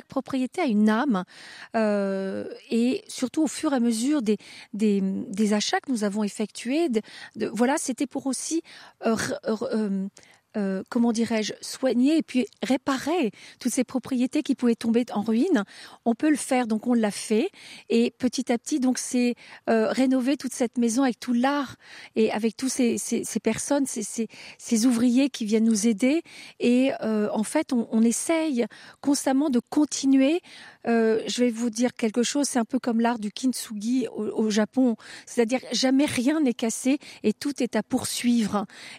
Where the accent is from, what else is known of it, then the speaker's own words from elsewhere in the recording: Fronsac, Nouvelle-Aquitaine, France; je suis née ici à Fronsac et je dors actuellement dans la chambre dans laquelle je suis.